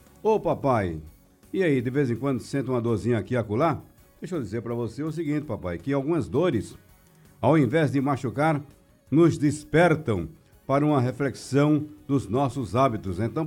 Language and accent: Portuguese; Jupi, Pernambuco, Brazil; now in Recife, Brazil; aí pertinho da gente aqui, pertinho de Garanhuns, Jupi, minha terra querida